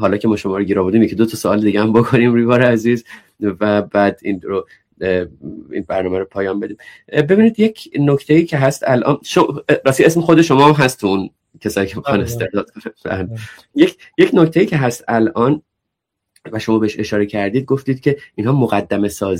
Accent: Iran; ما که غریبه نیستیم، ما خودمون ایرانی هستیم، حتما با ما میان صحبت میکنن.

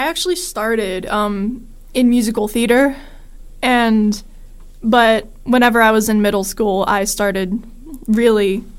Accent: Monaca, Pennsylvania, United States; I'm from Monaca.

